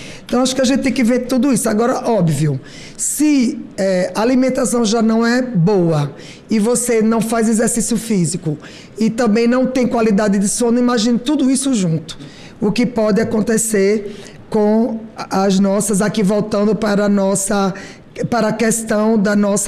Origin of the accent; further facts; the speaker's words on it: Northeast Region, Brazil; Realmente, nós que somos do Nordeste gostamos muito mesmo de bolacha creme cracker